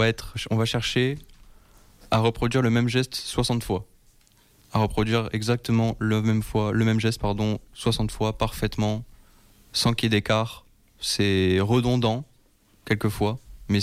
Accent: Perpignan, Occitanie, France; moved away as an adult; now in Bordeaux, France; là d'où je viens, donc à Perpignan

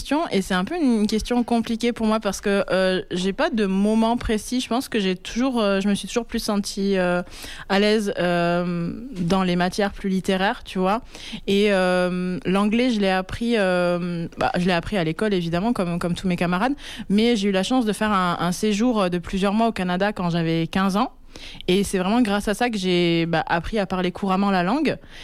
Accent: Nouvelle-Aquitaine, France; now in Bordeaux, France; moi, je viens du Limousin. Et donc, dans le Limousin, bah, sans surprise, c'est l'occitan limousin.

